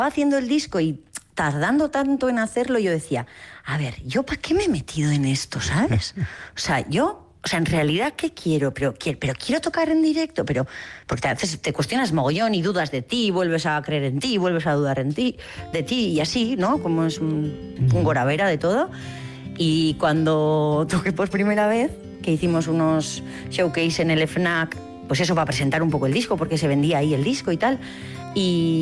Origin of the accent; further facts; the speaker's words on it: Beasain, Basque Country, Spain; also born or lived in Ordizia / Tolosa; Yo soy de Beasain. Bueno, a ver, sí, yo soy del Goierri. Decir solo de Beasain ya se me queda corto, porque ya he vivido... Yo creo que lo mismo en Beasain, en Ordizia, en Tolosa también he vivido.